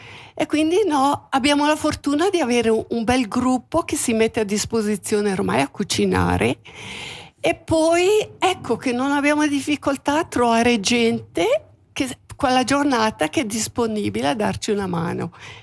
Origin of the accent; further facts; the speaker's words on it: Mesocco, Graubünden, Switzerland; now in Lostallo, Switzerland; anch'io sono di Mesocco e sono arrivata allo stallo nell'89, perché mio marito aveva trovato il lavoro allo stallo